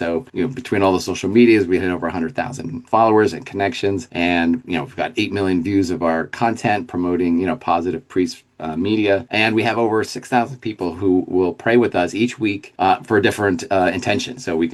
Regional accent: Philadelphia, Pennsylvania, United States

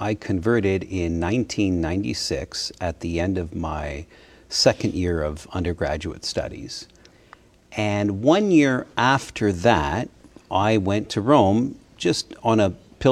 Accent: Kitchener, Ontario, Canada; born there; I was born in Kitchener, Ontario. Kitchener is a city just south of Toronto in Canada.

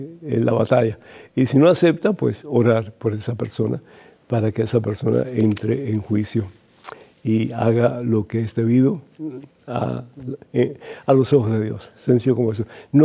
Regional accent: Cuba; Yo soy de Cuba originalmente.

